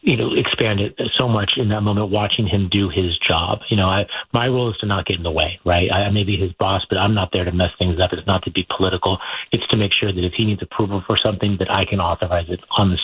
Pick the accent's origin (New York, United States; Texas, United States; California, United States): California, United States; San Diego; As you mentioned, I grew up in San Diego, in Claremont. I went to Madison High School